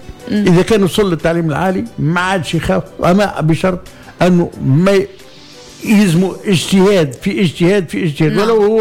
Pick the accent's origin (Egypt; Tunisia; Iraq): Tunisia